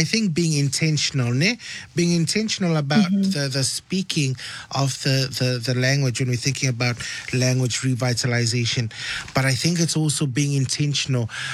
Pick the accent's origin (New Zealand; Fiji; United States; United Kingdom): Fiji; Rotuma; Now, as a Rotuman that lives in the diaspora, you h